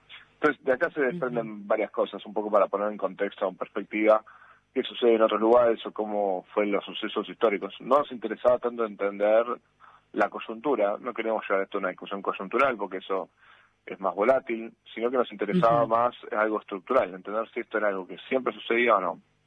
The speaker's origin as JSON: {"language": "Spanish", "country": "Argentina"}